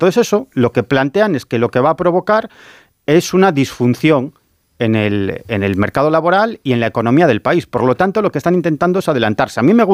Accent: Galicia, Spain; en Occidente estamos, como decimos en mi tierra, a velas vir, en gallego.

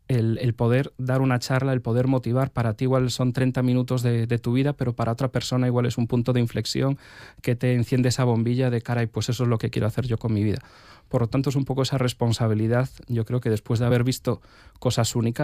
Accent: Lugo, Galicia, Spain; moved away as an adult; Yo me crié en Lugo, estudié aquí

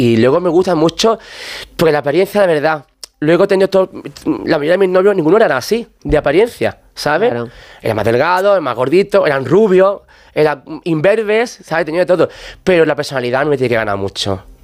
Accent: Alcalá de los Gazules, Andalusia, Spain; pero yo vivía entonces aún en mi pueblo, en Alcalá de los Gazules.

